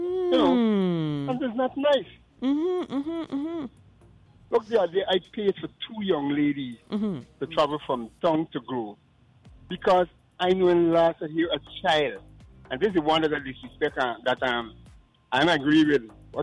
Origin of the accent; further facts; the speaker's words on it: London, United Kingdom; when I grew up in London